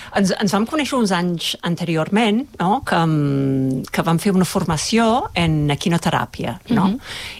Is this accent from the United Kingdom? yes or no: yes; England, United Kingdom; accent: English; Catalan is a second language; moved away; Que jo soc anglesa, l'Helena és catalana, jo tinc, o sigui, el doble d'anys que l'Helena, no?